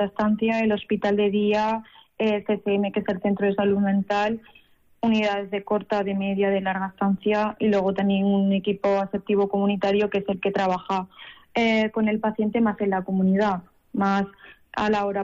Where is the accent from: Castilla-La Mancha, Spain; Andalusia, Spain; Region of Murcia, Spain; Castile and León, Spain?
Andalusia, Spain; Granada; now in Huesca, Spain; Soy de Granada, pero llevo 4 años aquí en Huesca.